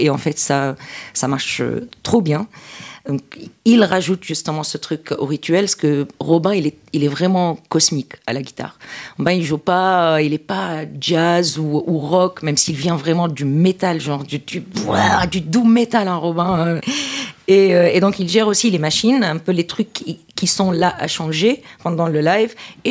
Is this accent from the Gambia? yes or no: no; Tunisia; born or raised there